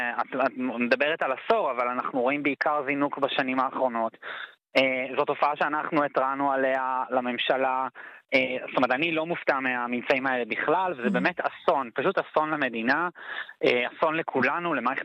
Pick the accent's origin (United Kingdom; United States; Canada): United Kingdom; England; now in Israel; תראה, אני גדלתי בחול, גדלתי באנגליה, למדתי בבית ספר לא בארץ, והחלטתי להיות כאן רופא.